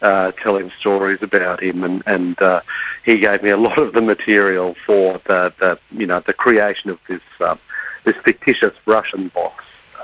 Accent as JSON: {"language": "English", "town": "Sydney", "region": "New South Wales", "country": "Australia", "said": "Well, I'm from Sydney. I was a novelist before I was a journalist"}